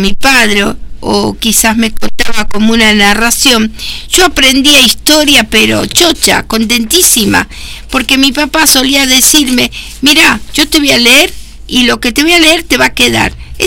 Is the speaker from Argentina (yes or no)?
yes; Argentina; Nosotros todavía, no solo por el mundial, como argentinos, en este mes de la bandera, como el mes pasado fue el mes de la patria y ahora viene el mes de la independencia, nosotros vamos a tener esta bandera acá.